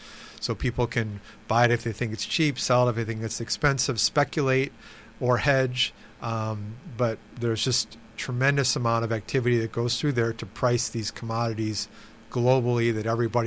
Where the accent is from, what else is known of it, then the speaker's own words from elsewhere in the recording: Kenosha, Wisconsin, United States; also born or lived in Chicago; I grew up in Kenosha, pretty close to the radio station here, and then started a career in Chicago at the commodity exchanges and worked down there for probably over 30 years.